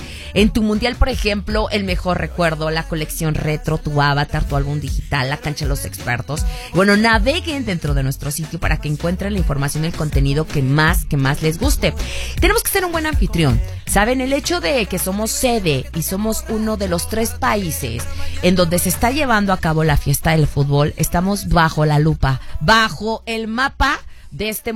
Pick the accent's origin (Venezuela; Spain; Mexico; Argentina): Mexico; No tenemos que fingir. Así somos los mexicanos.